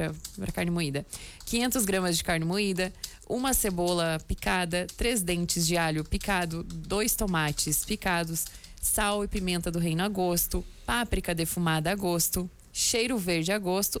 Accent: Rio Grande do Sul, Brazil; born there; moved away; also born or lived in Santa Catarina; lá no Noroeste Gaúcho, onde eu nasci, também a gente falava carne moída, né? Então, aqui que é guisado.

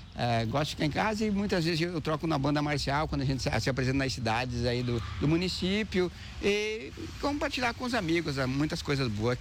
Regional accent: Soledade, Rio Grande do Sul, Brazil; Bom dia aos ouvintes da Cristal. Eu sou morador de Soledade, nasci aqui em Soledade, uma cidade muito maravilhosa de nós viver, uma cidade de gente preciosa

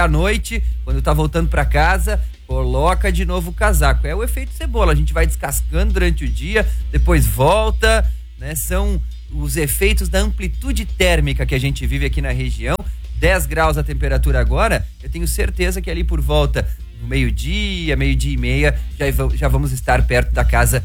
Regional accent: Rio Grande do Sul, Brazil; now in Balneário Camboriú, Brazil; eu já fugi do Rio Grande do Sul porque eu não gostava de frio.

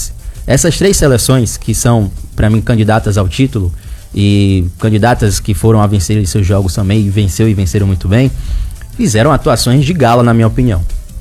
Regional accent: Brazil; eu como bom brasileiro

